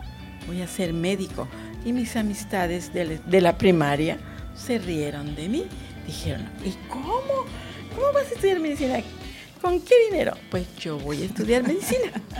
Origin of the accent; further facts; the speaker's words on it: Chetumal, Quintana Roo, Mexico; Bueno, yo nací aquí en Chetumal, Quintana Roo. Soy originaria.